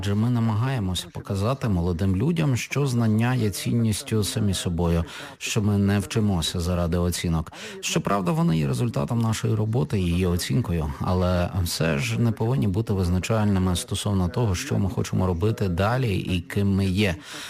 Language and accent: Ukrainian; Braniewo, Poland; Хоча я закінчив саме такий ліцей у моєму рідному місті Браняві.